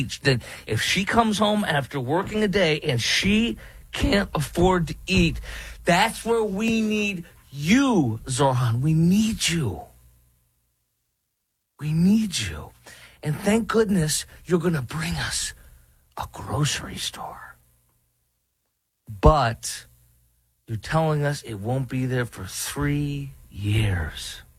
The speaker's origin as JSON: {"language": "English", "town": "Chicago", "region": "Illinois", "country": "United States", "tie": "born or raised there", "said": "formerly based in my hometown of Chicago"}